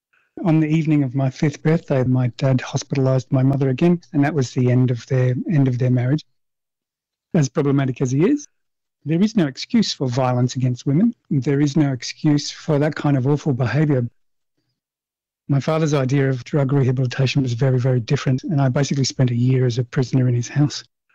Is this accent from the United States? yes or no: no; Wagin, Western Australia, Australia; now in Manjimup, Australia; I'm a Wadjala from Wagin in Western Australia, a little town in the middle of nowhere. I'm coming to you from Manjimup in the southwest of Western Australia.